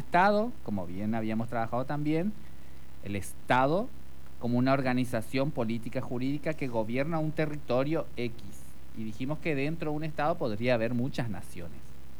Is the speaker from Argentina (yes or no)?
yes; Argentina; siendo también argentinos